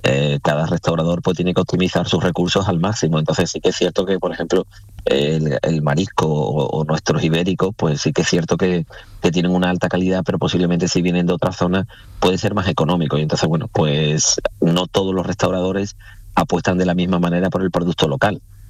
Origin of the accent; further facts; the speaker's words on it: Huelva, Andalusia, Spain; yo soy una persona de Huelva, me he formado en Huelva, vivo en Huelva, he hecho mi familia en Huelva